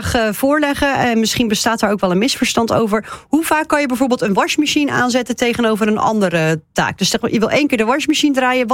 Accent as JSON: {"language": "Dutch", "country": "Netherlands"}